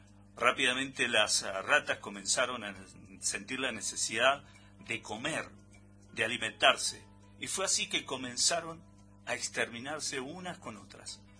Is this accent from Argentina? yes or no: yes; Argentina; somos todos vecinos, somos todos del mismo pueblo, somos todos argentinos